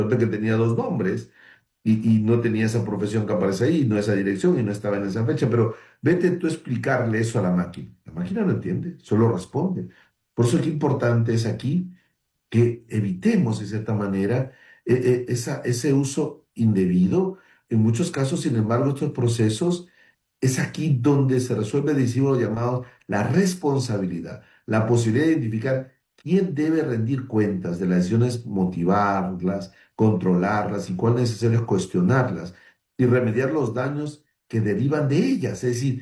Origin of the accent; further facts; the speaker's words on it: Tumbes, Peru; moved away; yo soy de Tumbes, en el norte